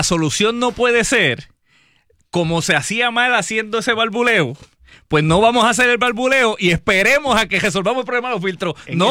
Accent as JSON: {"language": "Spanish", "town": "Yauco", "country": "Puerto Rico", "tie": "born or raised there", "said": "mi pueblo de Yauco"}